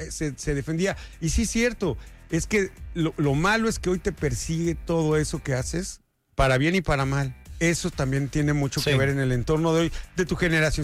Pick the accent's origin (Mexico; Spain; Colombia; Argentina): Mexico